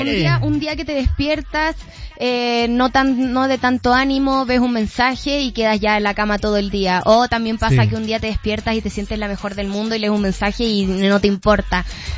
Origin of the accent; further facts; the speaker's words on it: Chile; Luego está hacer el Estadio Nacional de mi país, que eso es algo que quiero mucho lograr.